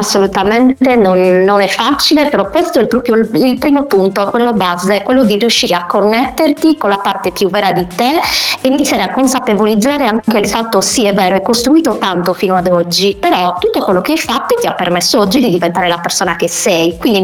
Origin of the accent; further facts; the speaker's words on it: Sardinia, Italy; moved away as an adult; also born or lived in Rome; ha dovuto lasciare la Sardegna, come si sente tantissimi giovani che devono farlo. Mi sono trasferita a Roma, è stata un'esperienza bellissima che porto nel cuore, ma nel 2020 ho scelto di ripartire da zero, proprio perché avevo voglia di portare il mio talento qua, nella mia terra